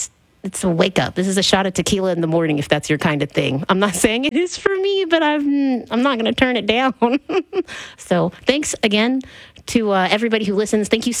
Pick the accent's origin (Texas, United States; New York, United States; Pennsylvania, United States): Texas, United States; Dallas; moved away; from Dallas.